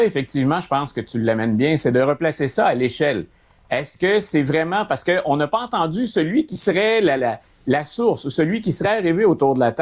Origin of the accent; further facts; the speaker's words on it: Quebec, Canada; je suis Québécois, très fier de l'être et je tiens à la langue française.